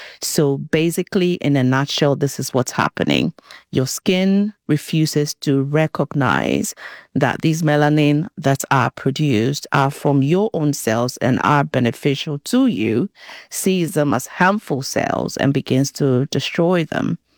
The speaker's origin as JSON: {"language": "English", "country": "Ghana", "tie": "born or raised there", "said": "I grew up in Ghana, West Africa, so I mean, it was really very obvious"}